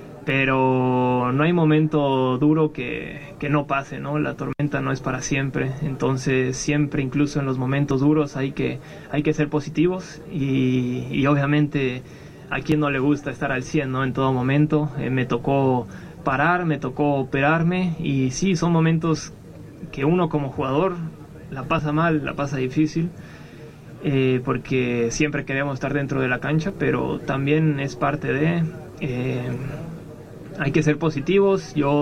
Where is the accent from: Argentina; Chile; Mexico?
Mexico; A ver, somos mexicanos, somos familia y yo quiero lo mejor para él.